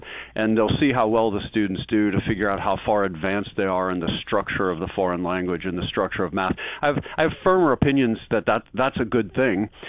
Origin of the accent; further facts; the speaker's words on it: New Orleans, Louisiana, United States; moved away; I grew up in New Orleans